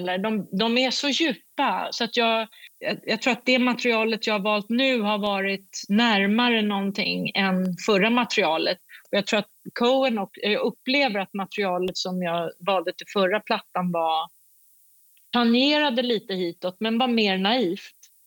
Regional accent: Sweden; Jag är en svensk kvinna.

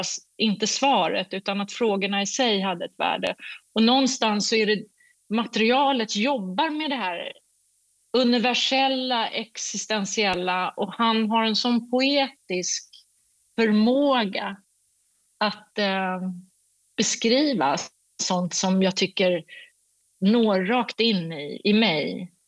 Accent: Sweden; han är från Kanada och jag är från Sverige

